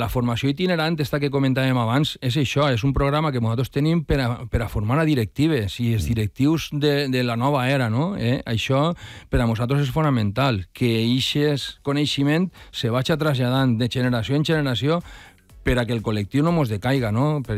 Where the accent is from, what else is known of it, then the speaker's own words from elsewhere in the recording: Valencia, Valencian Community, Spain; also born or lived in Llíria; Jo anava a escola a Llíria, eh? O sea, jo no sóc de Llíria, jo sóc d'ací del Cabanyal.